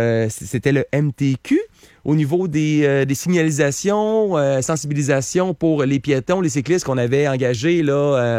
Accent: Quebec, Canada; je viens du Canada, je viens de Québec.

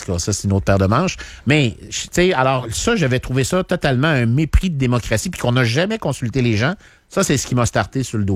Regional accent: Canada; moi, je suis un Canadien français.

